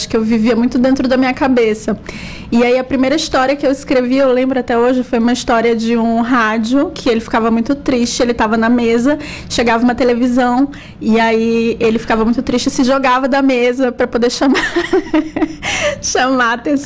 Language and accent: Portuguese; São Luís, Maranhão, Brazil; eu nasci em São Luís, fui criada em São Luís. São Luís é uma ilha, né, também.